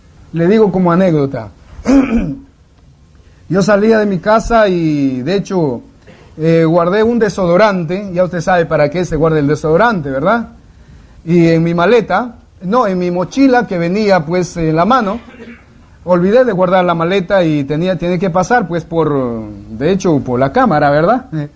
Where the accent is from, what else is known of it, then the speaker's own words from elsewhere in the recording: Peru; now in Lima, Peru; Vengo de Perú, soy peruano. Estoy en la capital, estoy en Lima.